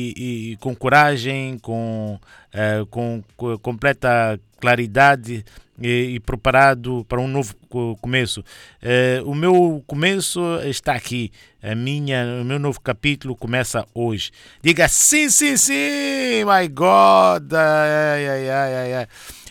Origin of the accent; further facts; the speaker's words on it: Bahia, Brazil; Peça a música da Bahia, eu sou da Bahia